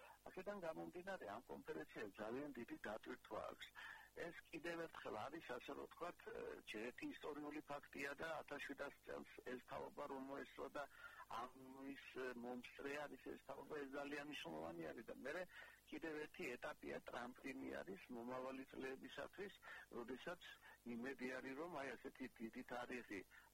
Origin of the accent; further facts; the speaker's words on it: Adjara, Georgia; ჩვენი კუთხე არის განსაკუთრებული ქრისტიანული ისტორიის მატარებელი კუთხე